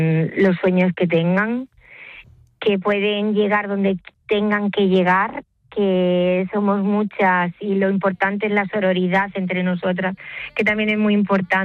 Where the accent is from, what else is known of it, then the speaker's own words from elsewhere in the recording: Ribera del Fresno, Extremadura, Spain; yo nunca me moví de mi pueblo, de Ribera del Fresno, un pueblo de 3.500 habitantes